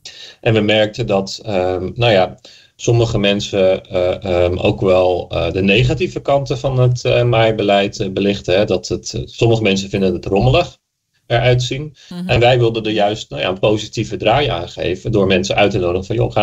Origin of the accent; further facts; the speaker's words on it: Almere, Flevoland, Netherlands; Ik ben natuurlijk geboren en getogen in Almere.